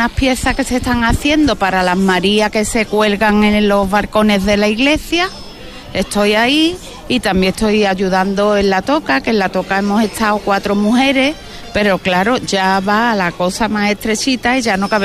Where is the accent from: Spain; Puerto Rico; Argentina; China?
Spain; Dos Hermanas, Andalusia; moved away as an adult; now in Almonte, Spain; Yo no soy de Almonte, yo soy de Dos Hermanas, pero me han acogido como una almonteña más.